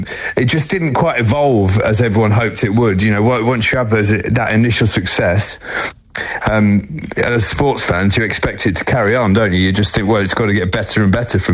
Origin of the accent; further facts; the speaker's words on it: England, United Kingdom; As English, we're brilliant at doing that. We put people on pedestals and then absolutely hack them down.